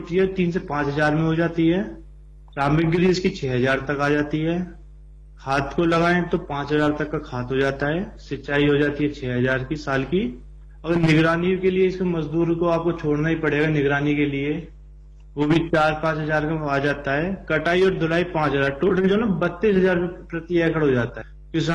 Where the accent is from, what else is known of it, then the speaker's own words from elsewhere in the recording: Bulandshahr district, Uttar Pradesh, India; मैं रहने वाला जिला बुलंदशहर पुर्जा, मेरे गांव का नाम ग्राम गवाह है